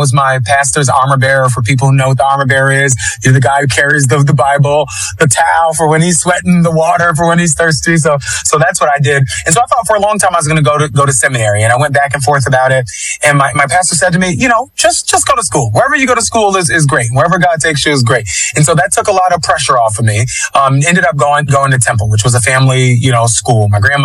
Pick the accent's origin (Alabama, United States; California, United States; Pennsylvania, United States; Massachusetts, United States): Pennsylvania, United States; Philadelphia; spent a lot of time growing up in Kensington. And if anybody knows Kensington and Somerset, that's right, the heart of the heroin epidemic.